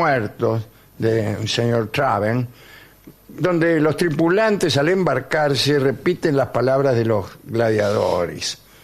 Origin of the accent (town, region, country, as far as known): La Plata, Buenos Aires Province, Argentina